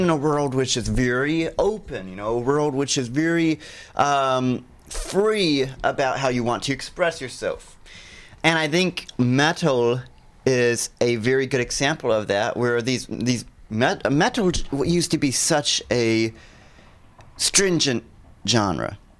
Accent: United States; Now, these guys, Carolinians, like us.

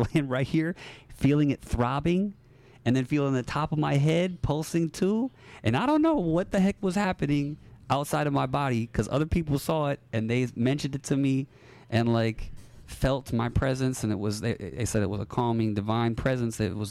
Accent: Milwaukee, Wisconsin, United States; I'm from Milwaukee. I don't surf.

